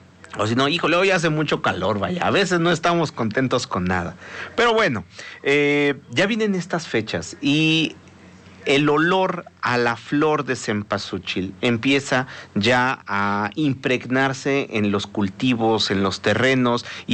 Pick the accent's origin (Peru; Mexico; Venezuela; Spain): Mexico; Puebla; Y nosotros como poblanos, como mexicanos